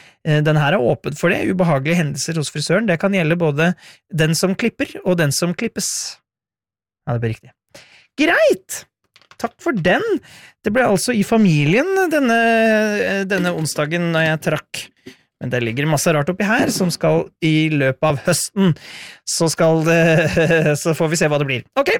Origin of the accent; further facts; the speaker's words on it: Innlandet, Norway; accent: Eastern Norwegian; Jeg snakket litt om dialekt, for jeg kommer egentlig fra Hedmarken, men har aldri snakket hedmarksdialekt sånn...